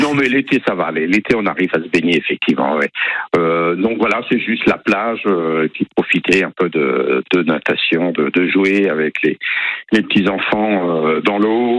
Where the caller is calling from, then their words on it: Biscarrosse, Nouvelle-Aquitaine, France; il n'y a pas très longtemps que j'habite sur Biscarrosse